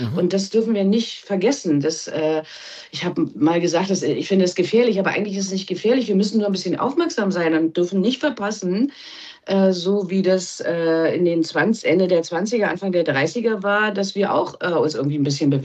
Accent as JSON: {"language": "German", "region": "Berlin", "country": "Germany", "said": "die ich wirklich als Berlinerin, die ich auch schroff bin, sehr, sehr verehre und liebe."}